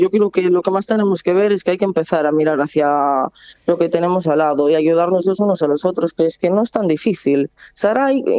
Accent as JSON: {"language": "Spanish", "town": "Lugo", "region": "Galicia", "country": "Spain", "lives_now": "Santiago de Compostela, Spain", "said": "yo soy de Lugo"}